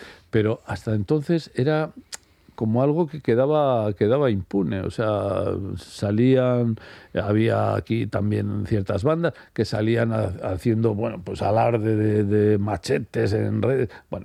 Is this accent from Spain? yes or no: yes; Basque Country, Spain; ya somos mayorcitos los vascos